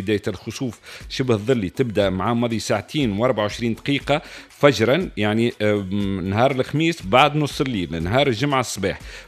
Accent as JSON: {"language": "Arabic", "country": "Tunisia", "said": "بلادنا تونس"}